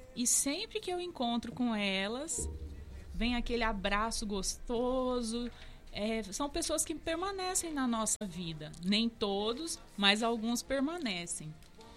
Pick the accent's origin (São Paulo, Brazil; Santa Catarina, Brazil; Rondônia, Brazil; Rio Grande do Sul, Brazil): Rondônia, Brazil; Alta Floresta d'Oeste; now in Cacoal, Brazil; Eu não sou de Cacoal, eu fui catequizada no município chamado Alta Floresta, aqui perto